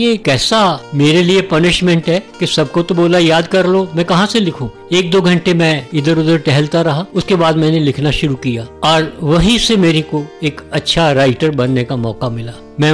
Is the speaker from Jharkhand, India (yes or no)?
no; Patiala, Punjab, India; born there; मेरे father army में doctor थे, पटियाला पंजाब में मेरा बर्थ प्लेस है और वहीं से मेरी एजुकेशन शुरू हुई।